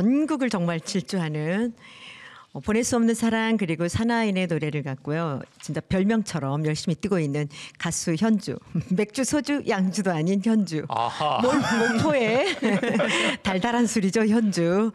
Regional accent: Suncheon, South Jeolla, South Korea; 순천이 제 고향이거든요.

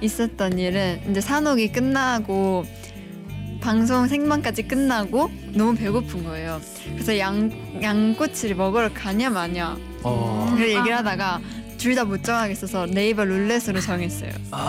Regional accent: Busan, South Korea; 그러니까 사랑이랑 제가 부산 사람인데 근데 사랑이가 이 부산 사투리를 쓴단 말이에요.

